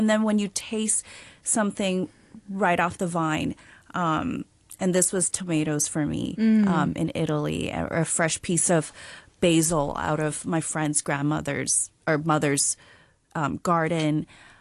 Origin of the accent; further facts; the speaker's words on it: Hong Kong; also born or lived in Shanghai; I mean, I grew up partly in Hong Kong and in Shanghai.